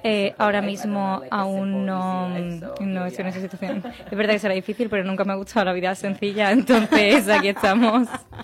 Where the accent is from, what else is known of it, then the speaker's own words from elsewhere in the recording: Iran; first language Persian; Spanish is a second language; moved away; me crié en Irán, todos los años de mi vida formativo fueron en Irán. Entonces, el farsi es mi primer idioma y es verdad que luego estuve en un ambiente inglés durante 35 años